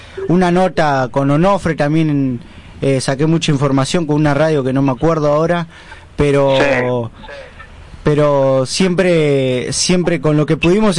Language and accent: Spanish; Buenos Aires Province, Argentina; soy de Gran Buenos Aires, la zona norte, de un barrio. Ajá. Barrio humilde de acá de Buenos Aires